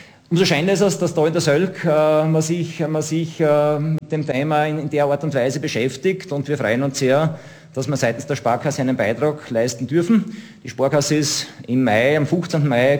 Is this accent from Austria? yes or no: yes; Styria, Austria; moved away; ich komme aus der Altsteiermark ursprünglich